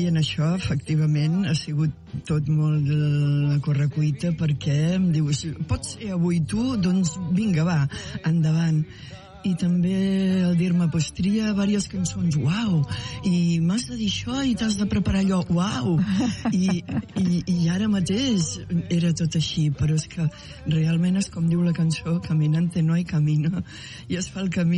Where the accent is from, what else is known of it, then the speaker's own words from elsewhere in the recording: Calella, Catalonia, Spain; moved away as an adult; Jo sóc filla de Calella. Sí, hi ha gent que no ho sap perquè, la veritat, jo me'n vaig anar de Calella als 18 anys